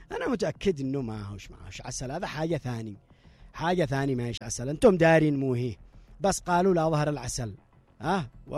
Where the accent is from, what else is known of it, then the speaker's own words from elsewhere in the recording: Yemen; احنا يمنيين